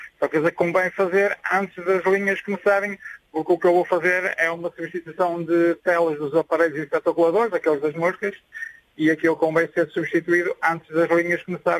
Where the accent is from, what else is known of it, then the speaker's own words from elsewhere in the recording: Vila Nova de Gaia, Porto, Portugal; Eu, Vila Nova de Gaia, Canelas.